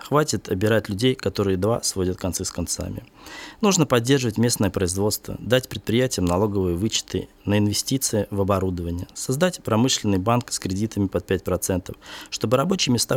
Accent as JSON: {"language": "Russian", "town": "Bryansk", "region": "Bryansk Oblast", "country": "Russia", "tie": "born or raised there", "said": "Я родился и вырос в Брянске, здесь окончил школу, получил образование. Этот город – мой дом. Работаю здесь"}